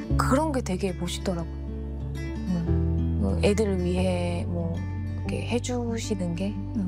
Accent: Jinju, South Gyeongsang, South Korea; born there; moved away as an adult; now in Seoul, South Korea; 저는 진주에서 태어나서 이제 20살 때 학교 때문에 서울로 올라오게 됐고요.

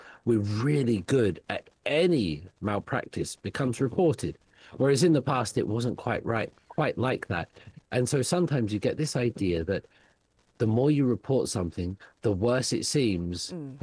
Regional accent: United Kingdom; I am from Britain

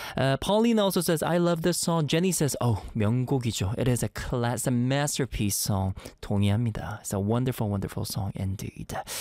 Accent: Canada; Growing up in Canada myself, very small family.

